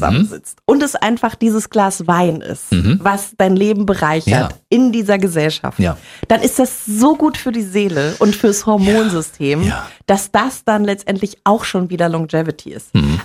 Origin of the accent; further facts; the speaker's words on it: Bavaria, Germany; Ich komme aus Bayern.